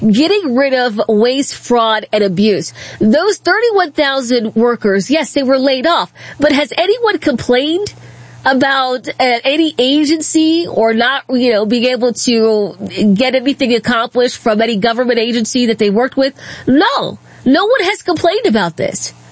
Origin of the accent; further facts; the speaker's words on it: Accokeek, Maryland, United States; I grew up in Accokeek.